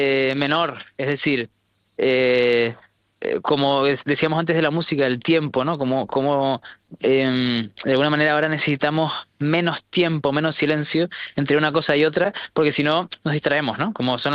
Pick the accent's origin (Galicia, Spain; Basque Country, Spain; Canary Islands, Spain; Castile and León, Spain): Canary Islands, Spain; Tenerife; De repente, pues yo mismo que soy de Tenerife, pues puedo irme allí a estar con ustedes